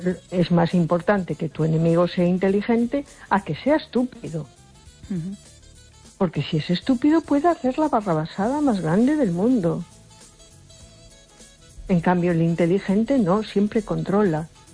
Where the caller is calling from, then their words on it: A Coruña, Galicia, Spain; de Coruña.